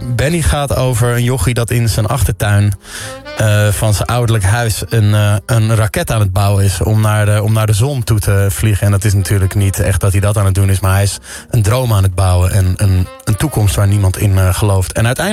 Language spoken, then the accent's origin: Dutch; Netherlands; Ik spreek voor een Nederlander uitzonderlijk goed Engels, maar voor een Amerikaan niet per se.